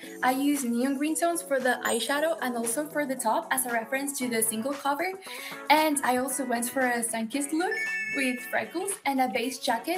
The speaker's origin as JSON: {"language": "English", "country": "Spain", "second_language": "English", "said": "I'm from Spain."}